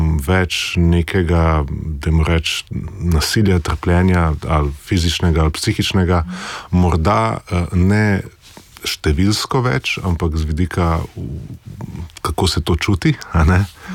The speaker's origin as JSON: {"language": "Slovenian", "town": "Ljubljana", "region": "Central Slovenia", "country": "Slovenia", "tie": "born or raised there", "said": "Odraščal sem na Fužinah, zgodnjega otroštva se ne spomnim, zelo."}